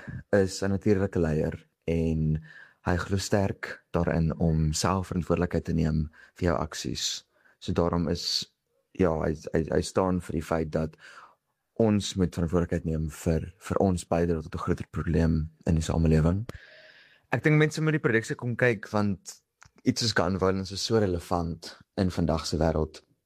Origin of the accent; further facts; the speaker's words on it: Durbanville, Western Cape, South Africa; Ek is van Durbanville.